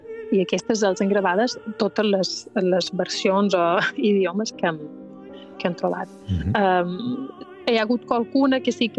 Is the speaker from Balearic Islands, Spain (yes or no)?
yes; Pollença, Balearic Islands, Spain; Pollença, que també és el meu poble d'aquí on jo som